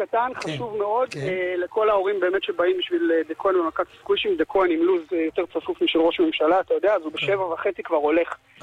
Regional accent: Jerusalem, Jerusalem District, Israel; אני גדלתי בירושלים

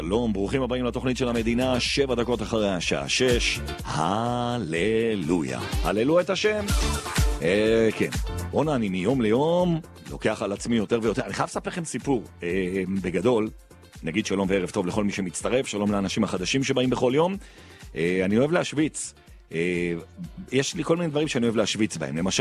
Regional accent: Jerusalem, Jerusalem District, Israel; born there; נולדתי בירושלים, ובעזרת השם אני אקבר בירושלים

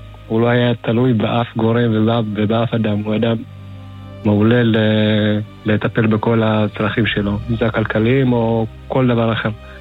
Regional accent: Haifa, Haifa District, Israel; born there; also born or lived in Ethiopia; גדלנו ביחד עוד באתיופיה עוד לפני עלייה. עלינו גם ביחד וגדלנו גם באותו אתר הקרבנים בחיפה, איפה שסמי עופר היום.

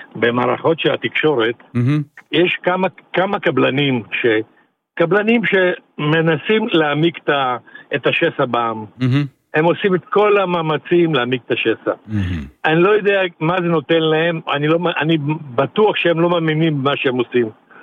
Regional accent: Poland; also born or lived in Russia; now in Israel; מפולניה, כן. מרוסיה דרך פולניה, אבא שלי הפולני, אז הגענו דרך פולניה לארץ.

